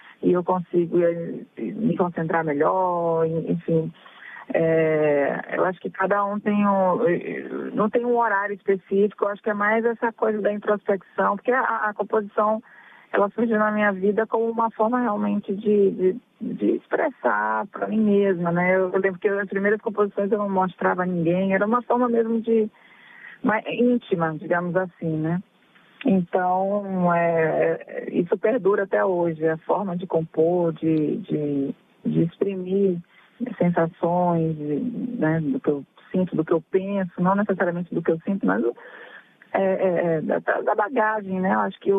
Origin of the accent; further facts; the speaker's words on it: São Luís, Maranhão, Brazil; moved away as an adult; now in São Paulo, Brazil; porque eu nunca tinha saído de São Lu... eu saí de São Luís com 19 anos, né, para morar em São Paulo, né, essa vastidão, essa imensidão que é essa cidade.